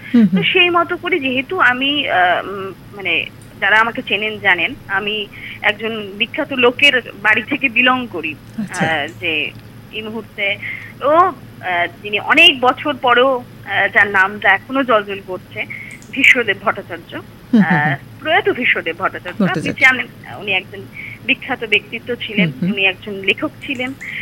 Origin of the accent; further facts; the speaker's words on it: Agartala, Tripura, India; আমাদের আগরতলাতে, আমাদের ত্রিপুরাতে